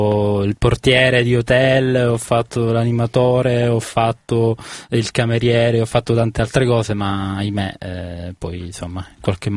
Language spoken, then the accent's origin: Italian; Lentini, Sicily, Italy; se ne conosco, ma tu di dove sei? Io di Lentini. E tu, ma che cosa ci fai qua? Quindi i lentinesi cominciano con Giacomo Lentini, ma arrivano ovunque.